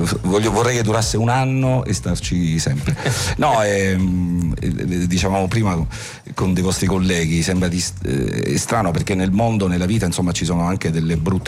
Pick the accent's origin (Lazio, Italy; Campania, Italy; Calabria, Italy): Calabria, Italy; io poi essendo calabrese